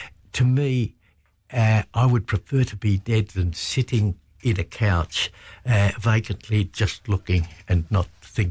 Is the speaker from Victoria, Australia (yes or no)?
yes; Victoria, Australia; born there; moved away as an adult; also born or lived in Roebourne; my heritage is 65,000 years ago. I was born in Wurundjeri country